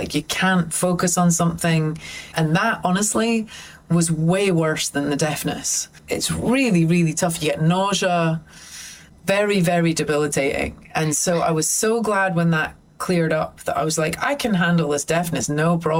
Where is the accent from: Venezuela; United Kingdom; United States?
United Kingdom; St Andrews, Scotland; So because we grew up in St. Andrews, it was only 10,000-11,000 people in town when we grew up. It was just a small place.